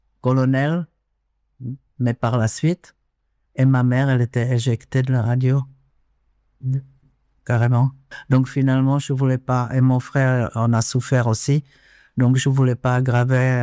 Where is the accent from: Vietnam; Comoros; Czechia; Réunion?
Czechia; Prague; French is a second language; moved away as an adult; now in France; moi-même d'Université de Prague